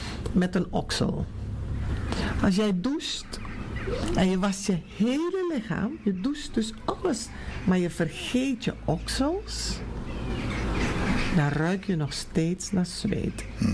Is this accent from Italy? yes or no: no; Suriname; now in Amsterdam, Netherlands; Ik ben zelf Surinamer. Ik woon zelf in de Bijlmer. Ik werk in de Bijlmer.